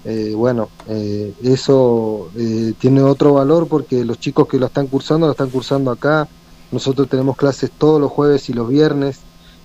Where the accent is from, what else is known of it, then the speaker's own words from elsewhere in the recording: San Carlos de Bariloche, Río Negro, Argentina; somos de acá, de Bariloche, somos paisanos criados, nacidos y criados acá en esta tierra.